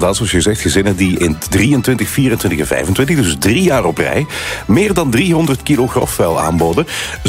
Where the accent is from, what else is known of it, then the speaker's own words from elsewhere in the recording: Flanders, Belgium; wij Limburgers slechtste sorteerders zijn.